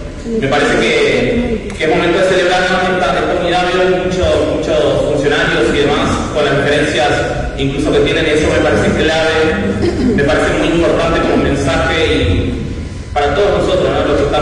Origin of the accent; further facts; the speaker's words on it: Buenos Aires, Argentina; de la Villa 2124